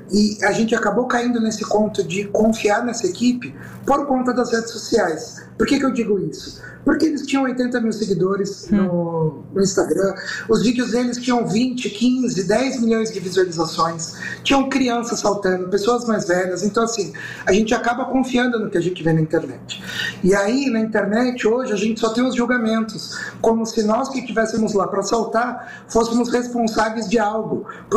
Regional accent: São Paulo, Brazil; Eu sou do litoral, aqui da Baixada.

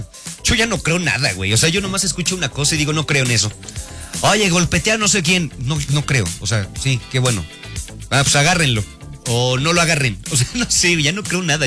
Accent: Mexico

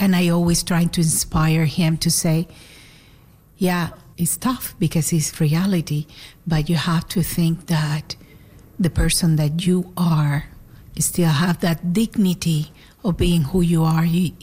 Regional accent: Guanabacoa, Havana, Cuba; moved away as an adult; I was born in Guanabacoa, Havana, Cuba. I left like about 20, 21 years old.

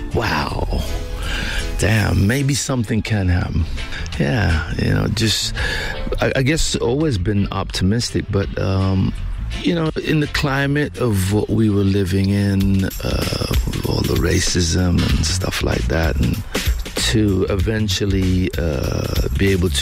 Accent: London, United Kingdom; growing up in London.

